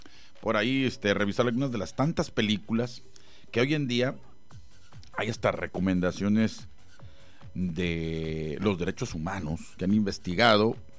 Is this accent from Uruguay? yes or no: no; Mexico; las responsabilidades que tenemos como mexicanos